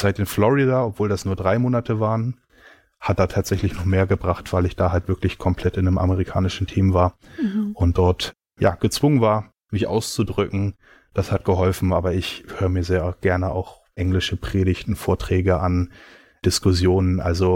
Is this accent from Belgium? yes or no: no; Germany; ich als Deutscher